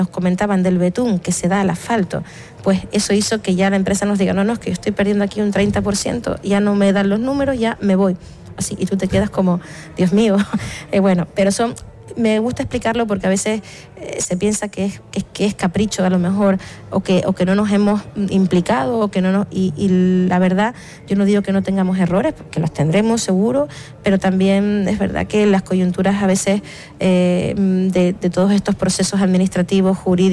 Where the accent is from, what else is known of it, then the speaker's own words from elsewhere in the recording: Canary Islands, Spain; ya va a nivel también cultural y de identidad como canarios, y eso es algo que siempre reivindicamos, y es lo que quisimos hacer cuando salimos de la isla de Tenerife al resto de las islas